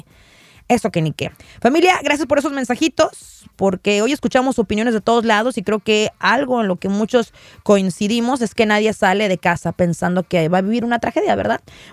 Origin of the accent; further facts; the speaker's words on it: Rosarito, Baja California, Mexico; yo soy de Rosarito, Baja California.